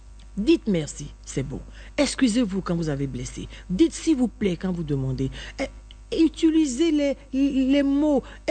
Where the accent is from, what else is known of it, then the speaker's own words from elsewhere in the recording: Côte d’Ivoire; Je suis en Côte d'Ivoire. Mm-hmm. Je suis baoulée